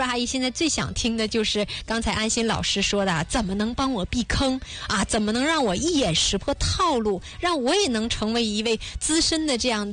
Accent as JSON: {"language": "Chinese", "area": "Yanbian", "region": "Jilin", "country": "China", "said": "咱们延边人自己啊，"}